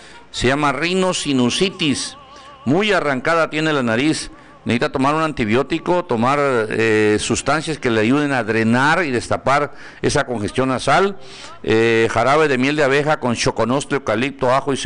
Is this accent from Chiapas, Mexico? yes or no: yes; Jiquipilas, Chiapas, Mexico; Siempre lo escucho en la radio, soy de Jiquipilas, felicidades, saludos a todos mis amigos jiquipiltecos que tengo allá